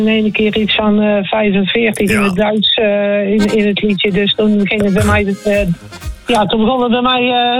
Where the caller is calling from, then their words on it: Berkel-Enschot, North Brabant, Netherlands; accent: soft G; Ik kom uit Berkel Enschot.